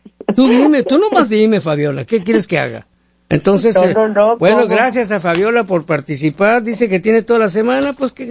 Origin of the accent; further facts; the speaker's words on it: northern Mexico, Mexico; accent: northern; now in United States; Y yo del norte.